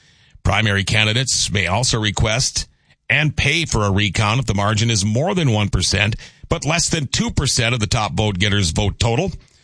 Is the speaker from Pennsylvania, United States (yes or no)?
no; Thief River Falls, Minnesota, United States; moved away; I get a lot of that from Thief River. But still love calling that place my hometown.